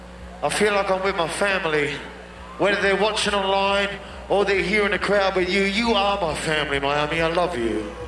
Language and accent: English; Sydney, New South Wales, Australia; I come all the way from Sydney, Australia to be here today.